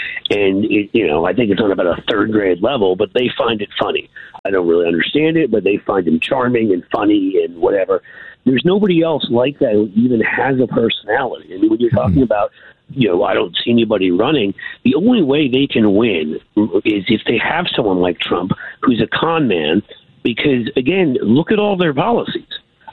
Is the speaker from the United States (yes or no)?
yes; New York, United States; I grew up in New York, and I'm a Knicks fan.